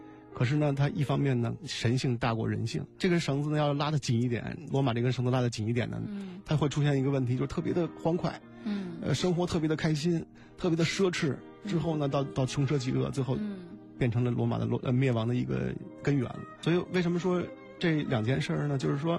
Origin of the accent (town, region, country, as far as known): China